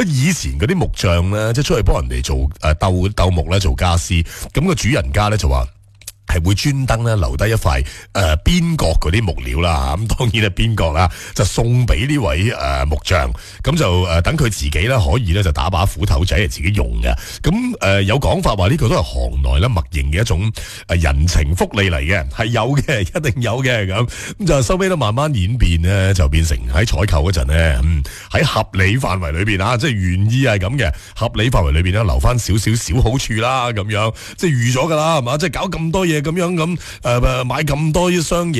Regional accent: Guangdong, China; 即係我哋广东人讲呢

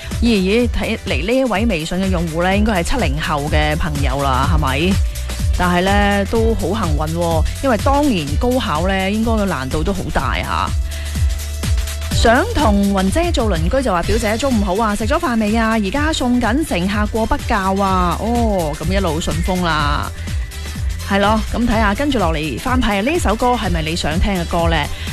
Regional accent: Guangdong, China

